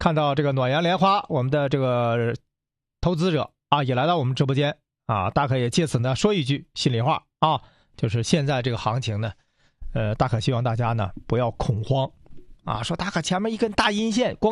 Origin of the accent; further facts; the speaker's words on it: China; 变成我们中国人了